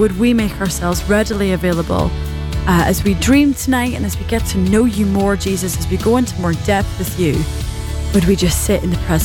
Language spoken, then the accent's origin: English; United Kingdom; also born or lived in Northern Ireland / Scotland; Now, I am Scottish and Northern Irish, so if this accent is bewildering to you, have no fear.